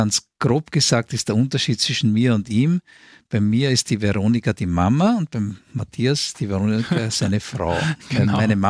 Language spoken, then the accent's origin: German; Vienna, Austria; born there; ich bin geborener Wiener, bin jetzt bald 62 Jahre alt, bin Pfarrer in Wien, 14. Bezirk, Kalasantina